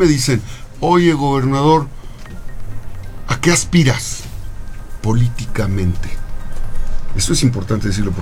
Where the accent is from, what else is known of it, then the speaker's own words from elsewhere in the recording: Puebla, Mexico; Yo vengo vengo como cualquier poblano, del trabajo.